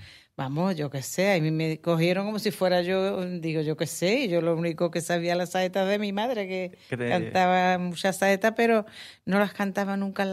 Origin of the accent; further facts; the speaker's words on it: Cádiz, Andalusia, Spain; Los que somos gaditanos nos vamos por ahí a cantar, pero estamos locos por volver porque nos jala la tierra mucho